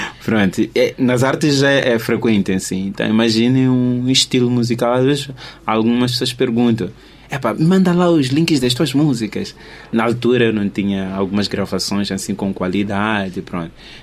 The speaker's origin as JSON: {"language": "Portuguese", "town": "Maputo", "region": "Maputo City", "country": "Mozambique", "said": "Por exemplo, eu venho de Machacane e tenho muitos colegas que vêm de Machacane."}